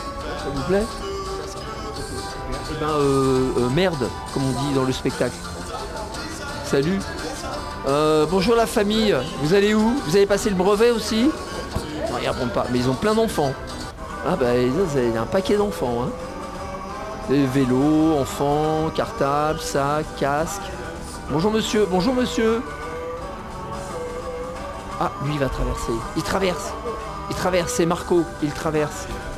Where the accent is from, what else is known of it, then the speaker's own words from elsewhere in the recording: Belgium; Je suis belge, ouais. Je suis belge.